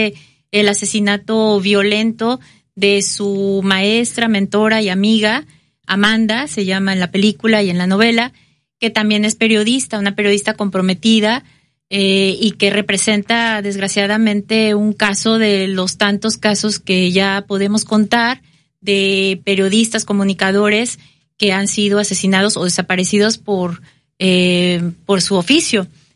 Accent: Xalapa, Veracruz, Mexico; Nada más, mi hermano y yo sí somos de Jalapa.

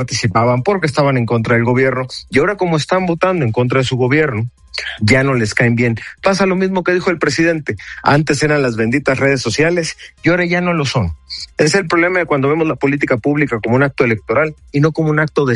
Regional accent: Veracruz, Mexico; Nosotros somos una comunidad como la Jarocha, que se armó de la suma de la multiculturalidad de todo el mundo.

